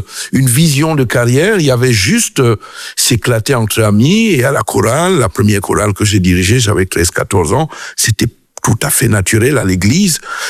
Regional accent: Cameroon; moved away as an adult; also born or lived in Belgium; originaire du Cameroun. Donc, je viens du Cameroun après mon bac pour étudier en Belgique.

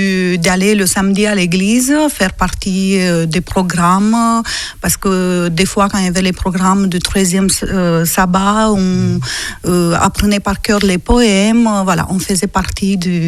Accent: Războieni, Iași County, Romania; moved away as an adult; Sauf que moi, je suis née à Iași, mais j'ai vécu à 50 km dans la campagne. Et cette petite ville que j'aime beaucoup s'appelle Războieni. Et c'est là que j'ai grandi.

